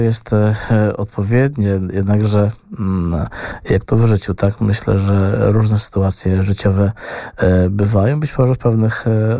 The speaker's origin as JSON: {"language": "Polish", "town": "Łomża", "region": "Podlaskie Voivodeship", "country": "Poland", "said": "u nas w Łomży"}